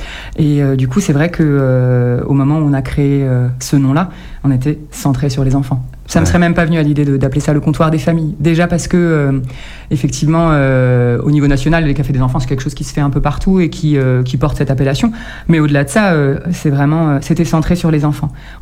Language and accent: French; Pays de la Loire, France; now in Périgord vert, France; Moi, j'ai grandi dans le Maine-et-Loire, entre Angers et Saumur, dans un petit village, pareil, au bord de la Loire.